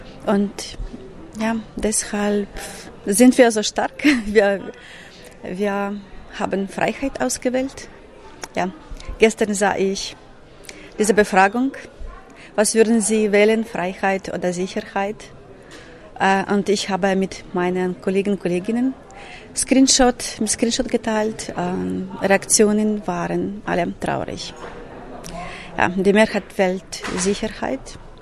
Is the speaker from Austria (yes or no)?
no; Ukraine; German is a second language; Für mich als Ukrainerin